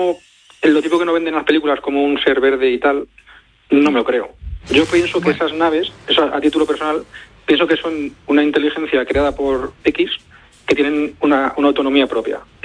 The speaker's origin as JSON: {"language": "Spanish", "town": "Madrid", "region": "Community of Madrid", "country": "Spain", "said": "Pues mire, yo tengo 46 años, soy de Madrid."}